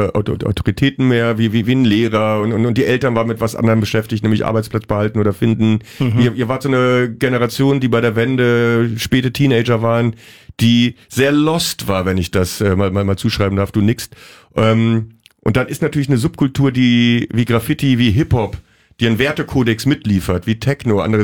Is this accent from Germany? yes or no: yes; West Germany, Germany; Dieses alte Poesie-Ding, das in den ganzen Ostrock-Sachen für mich als Wessi immer so rausscheint.